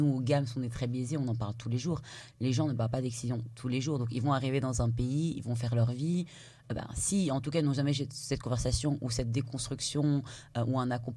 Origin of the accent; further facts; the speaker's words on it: Belgium; je suis née, j'ai grandi en Belgique. J'ai été en Guinée quand j'étais petite avec ma mère. J'avais 5 ans